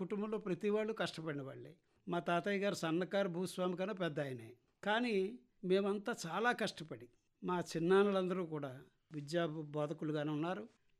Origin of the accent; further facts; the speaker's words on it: Andhra Pradesh, India; born there; September 18, 1953 నేను పుట్టాను. మాది గ్రామీణ ప్రాంతం, గోదావరికి వరదలు వచ్చినాయట.